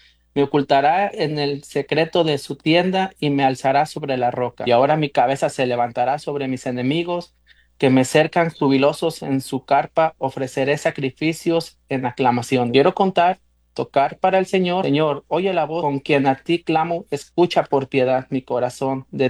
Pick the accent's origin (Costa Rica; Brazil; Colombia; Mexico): Mexico; Guanajuato; now in Texas, United States; todos somos de allá de Guanajuato